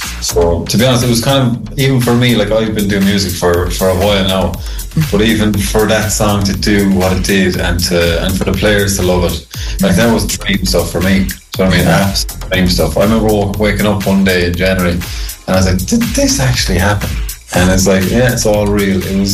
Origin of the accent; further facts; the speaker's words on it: Dingle, Munster, Ireland; I'm from Dingle, small town in the southwest of Ireland.